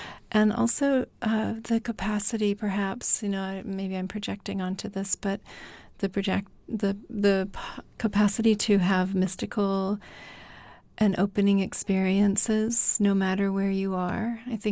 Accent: Wisconsin, United States; when I was coming out from Wisconsin, where I did medical school, where I grew up.

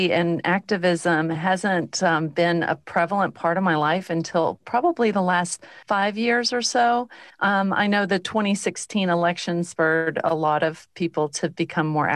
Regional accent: Texas, United States; growing up in Texas

